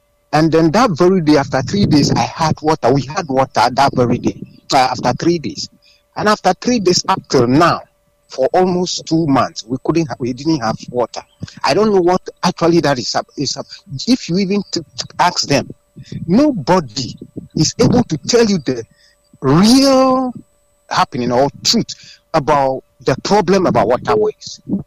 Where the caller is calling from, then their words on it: Ghana; I'm calling from Bichili.